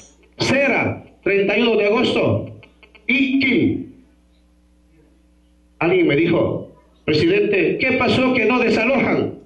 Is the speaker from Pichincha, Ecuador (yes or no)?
no; Morona Santiago, Ecuador; todos los Shuar que somos hijos de la FIS